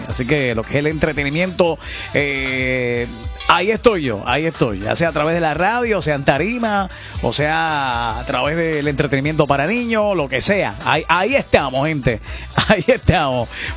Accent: Moca, Puerto Rico; mi pueblo, Moca

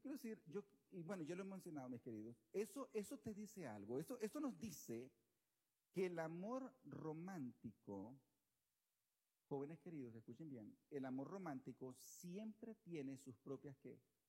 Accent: Costa Rica; yo me crié, bueno, en mi país, en Costa Rica

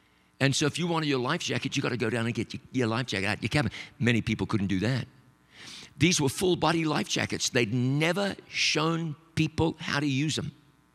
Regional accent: New Zealand; moved away; my home country of New Zealand

